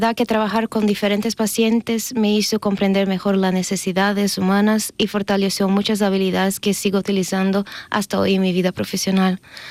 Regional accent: Brazil; moved away; Yo soy brasileña y tengo 25 años.

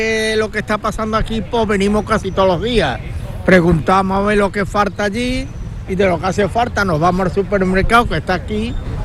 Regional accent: Seville, Andalusia, Spain; born there; Somos de este barrio, de la calle Ladrillá, yo soy de la Puerta Sario, nacido en Puerta Sario, ella es la calle Ladrillá, y nos gusta esta zona.

